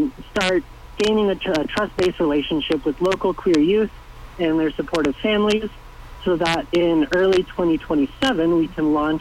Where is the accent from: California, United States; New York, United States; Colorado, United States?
Colorado, United States; Montrose; I grew up in Montrose. I left for a couple of years to get my degree and get some work experience. I moved back to Montrose because this is my home and I love the community and I love the Western Slope of Colorado.